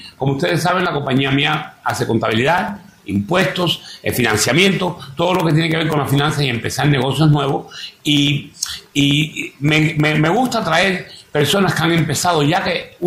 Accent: Ecuador; Ambos somos ecuatorianos, sí, ok.

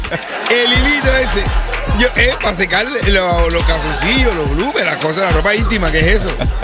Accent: Cuba; lo que he visto entre mi comunidad cubana

